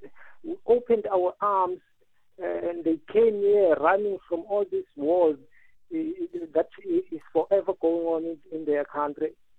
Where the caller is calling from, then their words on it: South Africa; the value of being a South African citizen here in South Africa